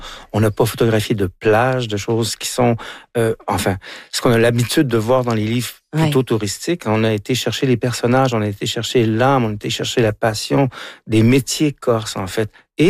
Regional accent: Quebec, Canada; Sauf que maintenant, j'y vais en tant que Québécois.

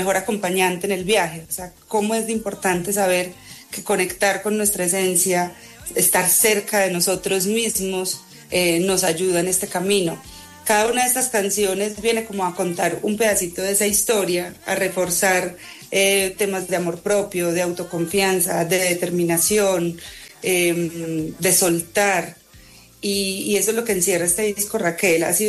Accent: Colombia; also born or lived in United States / Mexico; Luego yo me fui de Colombia, entonces también por eso muchas personas pasan

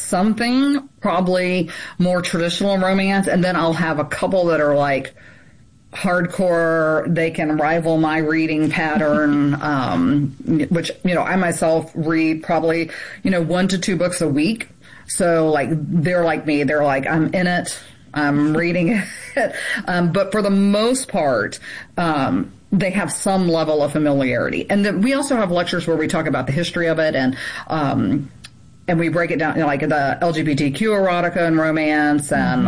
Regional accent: Louisiana, United States; So, I mean, I came from an extremely open background, which is really odd considering I'm from Deep South Louisiana and everything else.

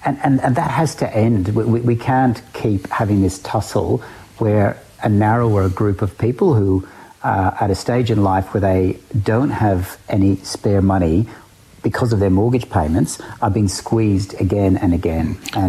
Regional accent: Victoria, Australia; including my home state in Victoria

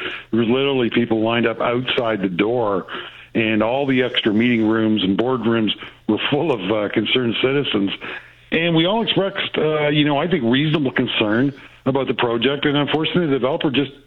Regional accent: Ontario, Canada; I mean, I grew up in the Niagara Peninsula. We always, you know, I still call it the fruit belt.

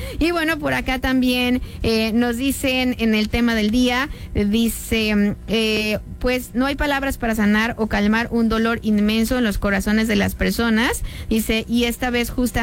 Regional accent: Mexico; los que nacemos en México, nacemos mexicanos, sabemos que somos mexicanos y nos decimos, los mexicanos somos grandes

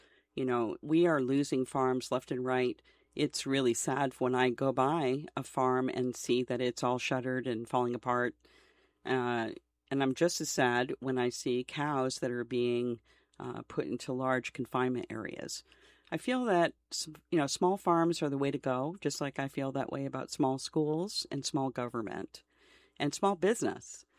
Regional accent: Vermont, United States; I'm from Vermont.

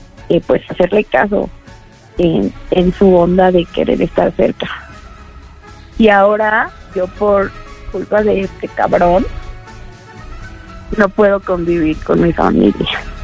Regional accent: Linda Vista, Mexico; Sí, soy de Linda Vista.

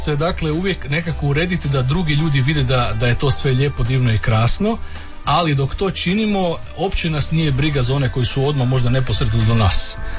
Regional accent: Croatia; mi često kao Hrvati ne razumijemo recimo koliko je Poljska velika zemlja.

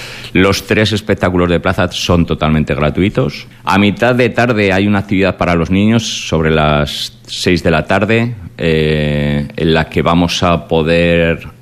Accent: Ejea de los Caballeros, Aragon, Spain; como Egea, yo soy de Egea

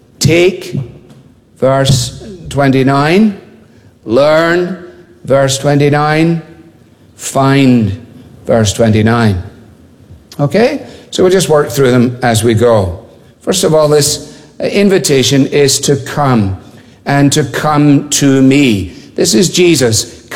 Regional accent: Scotland, United Kingdom

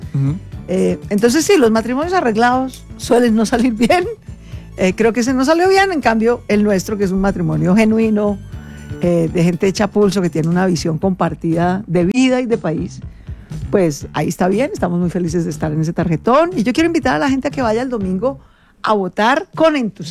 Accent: Colombia; Somos dos colombianos, hemos hechos a pulso, pues, ambos hijos de una familia hecha a pulso.

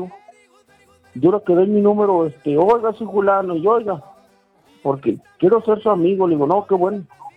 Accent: Sombrerete, Zacatecas, Mexico; now in Fresnillo, Mexico; para todos los de González Ortega, Sombrerete Zacatecas, que es mi tierra natal. Un saludo para todos los de aquí de Fresnillo, que somos muchos.

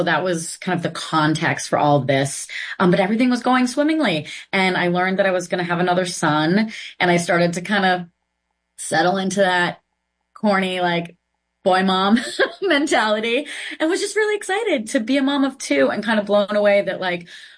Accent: Massachusetts, United States; I grew up in Massachusetts. I worked for a while in New York State.

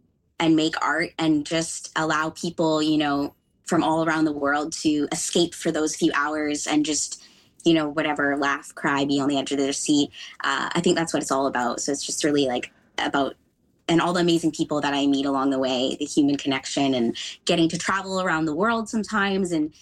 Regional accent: Canada; And I feel really proud as a Canadian too.

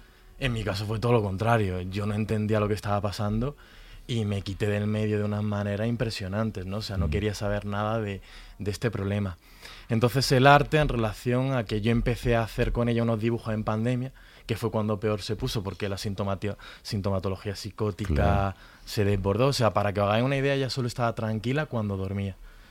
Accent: Granada, Andalusia, Spain; Yo soy de Granada, ¿no? O sea, que estamos al lado, ¿no?

